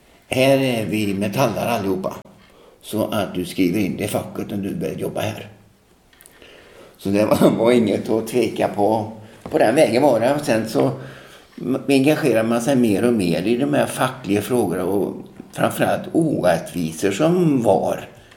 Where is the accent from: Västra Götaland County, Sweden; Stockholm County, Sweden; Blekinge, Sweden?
Västra Götaland County, Sweden; Tidaholm; Jag växte upp i Tidaholm